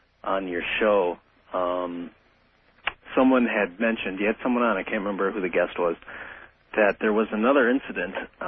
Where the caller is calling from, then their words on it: Los Angeles, California, United States; Los Angeles.